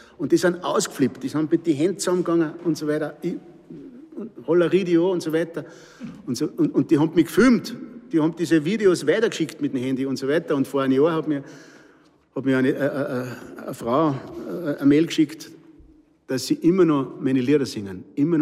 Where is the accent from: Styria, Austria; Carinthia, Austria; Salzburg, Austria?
Salzburg, Austria; accent: Pinzgau dialect; moved away; immer hat mich meine Heimat, meine Pinzgauer Heimat, hat mich allweil ein bisschen begleitet